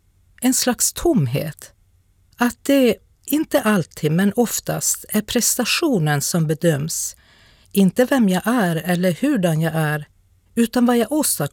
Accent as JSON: {"language": "Swedish", "region": "Norrbotten County", "country": "Sweden", "tie": "born or raised there", "said": "Där jag växte upp, i min lilla hemby i norra Tornedalen"}